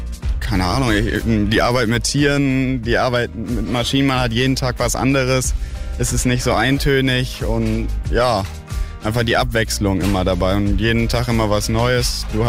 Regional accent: Ostbevern, North Rhine-Westphalia, Germany; Ja, ich bin auch auf einem Hof groß geworden in Ostbevern

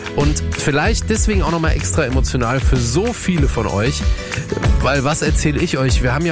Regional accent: Cologne, North Rhine-Westphalia, Germany; Ein Tränchen konnte ich mir als Kölner auch nicht verkneifen beim Köln-Song

